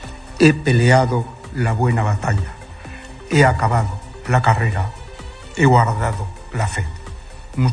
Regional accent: Logroño, La Rioja, Spain; born there; No nací en Logroño, pero esta es la tierra que quiero, la que siempre he elegido cuando la vida me ha puesto a prueba.

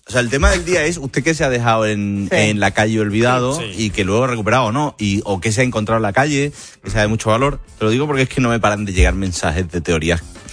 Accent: Seville, Andalusia, Spain; Sabéis que, evidentemente, soy de Sevilla.

